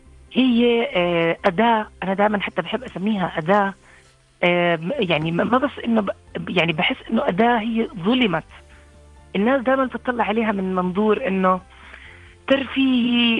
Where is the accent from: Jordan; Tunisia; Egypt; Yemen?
Jordan; ما كان يعني عندنا بالأردن مكان أنه تقدري تتخصصي منه بشكل يعني أكاديمي،